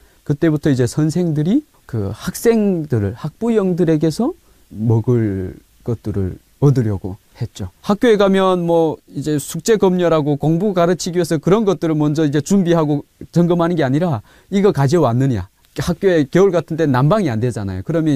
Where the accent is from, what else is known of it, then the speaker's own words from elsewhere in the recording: South Hamgyong, North Korea; 북한의 고향은 함경남도 동해바다 지역에서 태어나 나서 자랐고요.